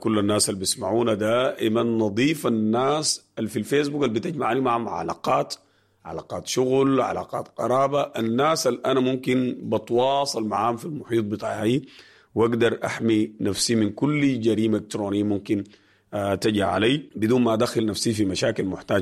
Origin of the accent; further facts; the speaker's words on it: Sudan; بالذات في أفريقيا وفي بلدنا السودان.